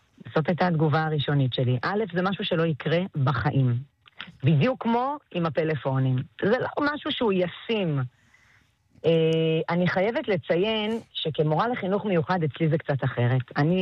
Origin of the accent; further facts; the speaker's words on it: Jerusalem, Jerusalem District, Israel; אני ירושלמית במקור, נולדתי ברמות.